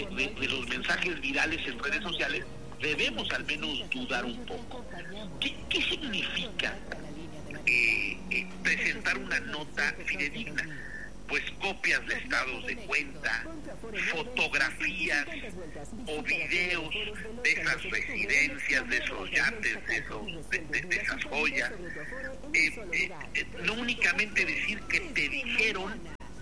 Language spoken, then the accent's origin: Spanish; Mexico; no únicamente somos víctimas los mexicanos